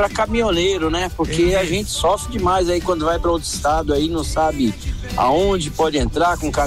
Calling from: Cotia, São Paulo, Brazil; Eu sou de Cotia

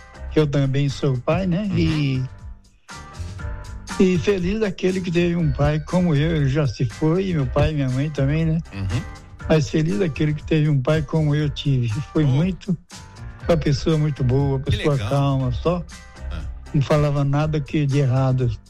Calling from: Americanópolis, Brazil; sou aqui de Americanópolis.

